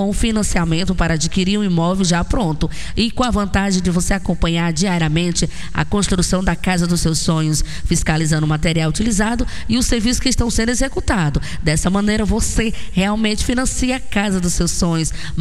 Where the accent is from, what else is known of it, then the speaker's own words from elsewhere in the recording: Jerutaba, Ceará, Brazil; Sou de Jerutaba, sou do Ceará. Sabe aquela cidade lá no pé da serra?